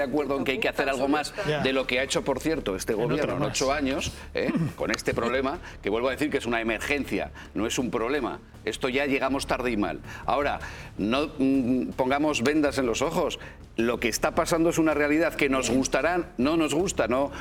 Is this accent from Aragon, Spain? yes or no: yes; Huesca, Aragon, Spain; yo vengo de Huesca y en Huesca hay problema de vivienda. Es una capital muy pequeñita.